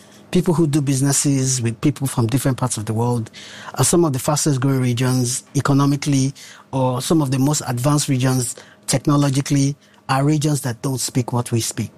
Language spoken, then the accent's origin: English; Nigeria; Because I'm Nigerian. I've been Nigerian for all my life, over 40-something years.